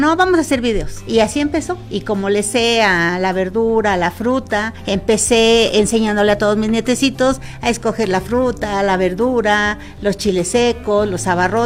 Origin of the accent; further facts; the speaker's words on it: State of Mexico, Mexico; Yo soy del Estado de México, pero mi familia viene del Estado de Oaxaca.